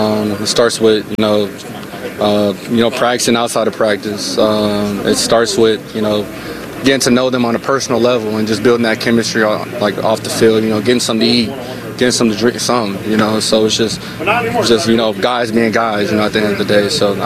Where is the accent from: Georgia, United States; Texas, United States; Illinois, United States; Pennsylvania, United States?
Texas, United States; Dallas; moved away; I grew up in Dallas, Texas. I went to Allen.